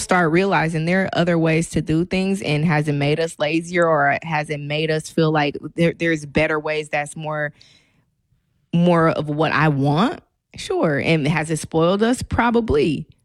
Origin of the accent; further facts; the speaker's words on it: Milwaukee, Wisconsin, United States; When I came from the North Side